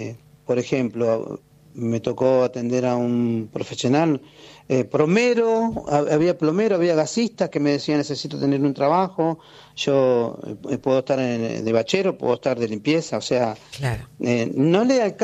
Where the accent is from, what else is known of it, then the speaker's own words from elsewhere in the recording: Buenos Aires Province, Argentina; Y más en el conurbano, nuestro conurbano.